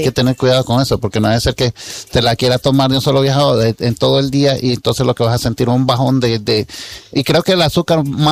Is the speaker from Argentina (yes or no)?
no; Nicaragua; nosotros como buenos nicaragüenses